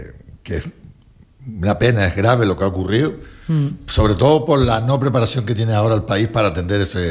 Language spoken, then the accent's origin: Spanish; Venezuela; born there; moved away; Yo que nací en Venezuela